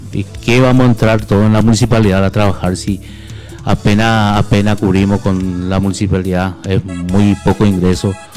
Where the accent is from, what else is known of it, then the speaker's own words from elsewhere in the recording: Nueva Alborada, Itapúa, Paraguay; Yo por eso nací, me malcrié acá, en Alborada. Conozco como la palma de mi mano Alborada, cua por cua.